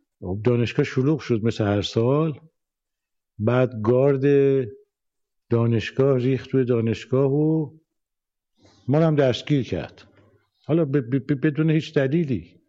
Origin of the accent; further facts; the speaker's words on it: Tehran, Tehran Province, Iran; born there; من در تهران به دنیا آمدم و در یه خانواده مذهبی و متوسط،